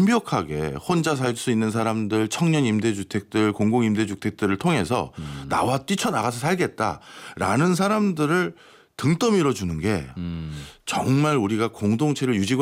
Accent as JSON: {"language": "Korean", "region": "Seoul", "country": "South Korea", "tie": "born or raised there", "said": "저는 집도 서울이라서 굳이 나가서 따로 살 이유가 없잖아요."}